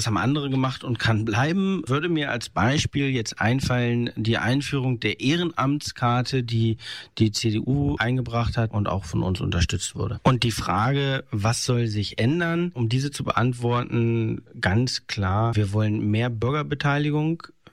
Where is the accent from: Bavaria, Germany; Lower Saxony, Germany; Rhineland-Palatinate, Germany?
Lower Saxony, Germany; moved away as an adult; now in Ellierode near Bad Gandersheim, Germany; Ich komme ursprünglich aus Lödingsen bei Adelipsen und wohne jetzt in Elgerode bei